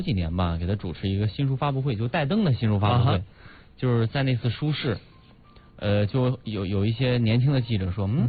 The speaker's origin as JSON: {"language": "Chinese", "town": "Baoding", "region": "Hebei", "country": "China", "accent": "Baoding dialect", "said": "我保定话还行。我出门不大说话，是因为我不会说普通话"}